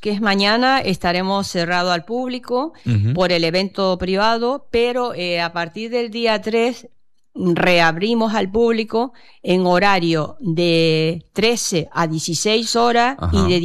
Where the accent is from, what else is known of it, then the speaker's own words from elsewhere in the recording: Lanzarote, Canary Islands, Spain; Pues yo aquí, soy de aquí. Ya son 50 años, ¿no?